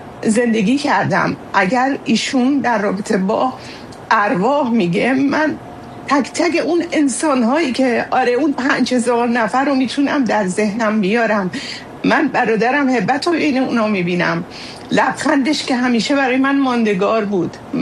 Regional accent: Iran; born there; moved away; در کشوری که زادگاهمون بود، در کشوری که دوستش میداشتیم

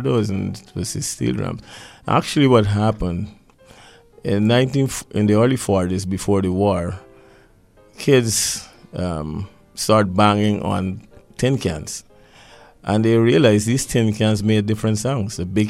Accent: Guyana; now in Pittsburgh, United States; I came from Guyana.

